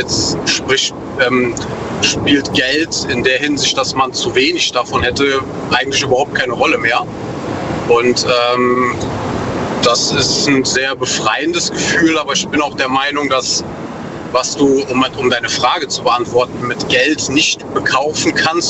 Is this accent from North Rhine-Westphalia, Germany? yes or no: yes; North Rhine-Westphalia, Germany; Aus der Eifel, NRW.